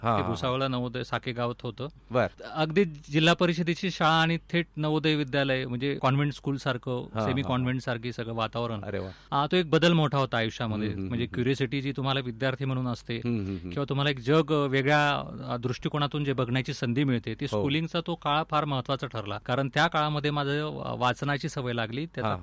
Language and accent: Marathi; Jalgaon district, Maharashtra, India; also born or lived in Amalner / Tandulwadi / Bhusawal; माझा मूळ जिल्हा तसा जळगाव. 5वी पर्यंत मी गावाकडे शिकलो, जिल्हा परिषदेची शाळा होती.